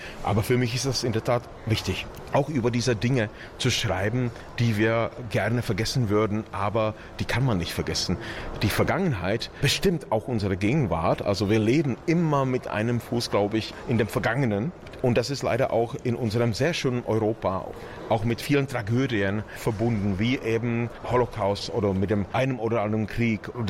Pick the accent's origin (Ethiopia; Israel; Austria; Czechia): Czechia; East Bohemia; Ich komme ja eben aus Böhmen, ne? Ganz konkret aus Ostböhmen.